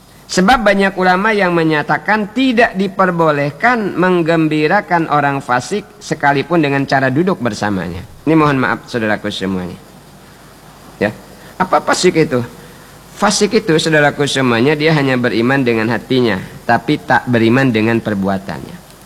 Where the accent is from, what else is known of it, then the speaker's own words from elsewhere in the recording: Bangka Belitung Islands, Indonesia; kata kita orang Bangka